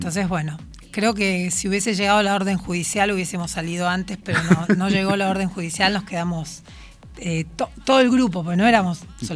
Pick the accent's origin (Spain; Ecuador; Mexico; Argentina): Argentina